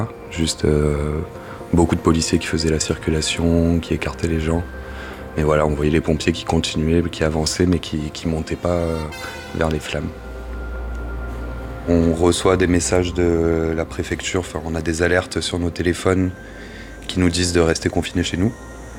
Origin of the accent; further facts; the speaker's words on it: Marseille, Provence-Alpes-Côte d'Azur, France; je suis originaire de l'Estaque. Ma maison n'a pas brûlé. J'ai grandi ici, je suis jardinier.